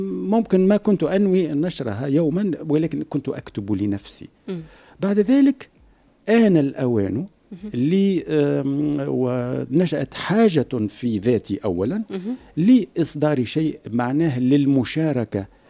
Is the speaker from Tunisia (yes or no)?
yes; Tunisia; أنا كمواطن تونسي